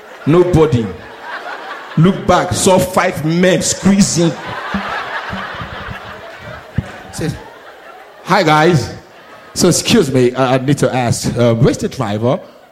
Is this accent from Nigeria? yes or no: yes; Nigeria; moved away; I'm Nigerian.